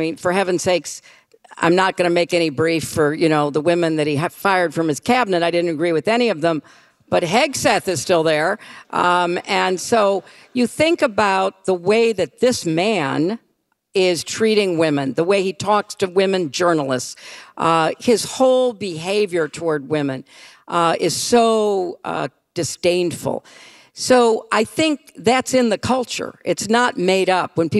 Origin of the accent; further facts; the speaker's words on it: New York, United States; But I'm not a Mainer. I'm a New Yorker.